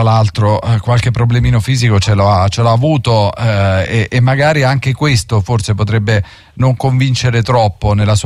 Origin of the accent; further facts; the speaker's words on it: Brazil; Senti Reggi, non voglio da brasiliano mettere il dito nella piaga